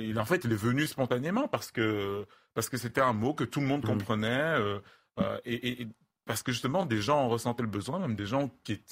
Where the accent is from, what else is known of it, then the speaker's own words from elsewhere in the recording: West, Cameroon; first language Bamoun; French is a second language; choisir un mot qui, dans la langue Bamoun, désignait littéralement l'esprit qui est partout. Et donc, dans ma langue maternelle, on dit Nini.